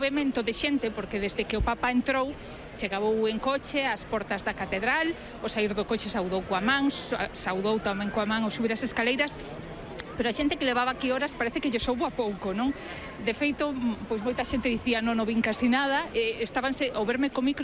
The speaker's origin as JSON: {"language": "Galician", "town": "O Grove", "region": "Galicia", "country": "Spain", "said": "Eu do Grove."}